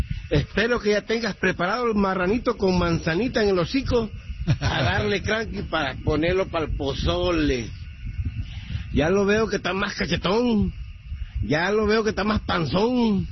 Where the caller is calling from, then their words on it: Las Vegas, Nevada, United States; de Las Vegas.